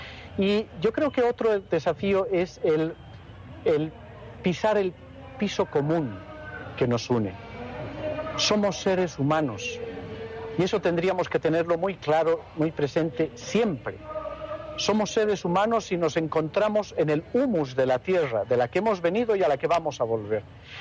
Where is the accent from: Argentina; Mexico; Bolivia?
Bolivia